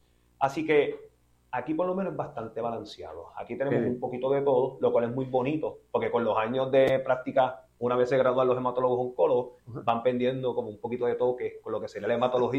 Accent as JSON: {"language": "Spanish", "country": "Puerto Rico", "said": "como boricua al fin"}